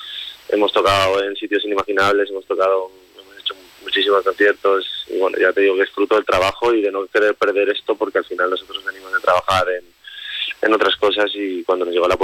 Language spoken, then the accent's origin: Spanish; Valencia, Valencian Community, Spain; somos de Valencia, de Mediterráneo, de la playa